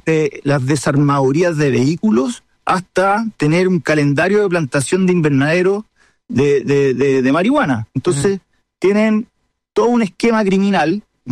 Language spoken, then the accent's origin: Spanish; Chile